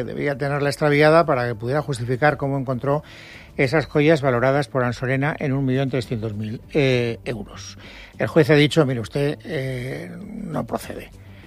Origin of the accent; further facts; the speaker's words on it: Valencian Community, Spain; Soy valenciano.